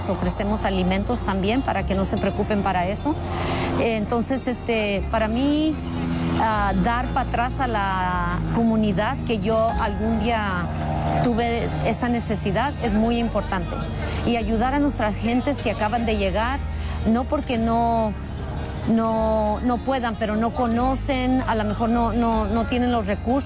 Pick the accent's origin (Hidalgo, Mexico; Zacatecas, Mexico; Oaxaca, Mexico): Zacatecas, Mexico; Luis Moya; now in San Jose, United States; Yo soy originaria de Luis Moya, Zacatecas, Casas Coloradas, El Bajío.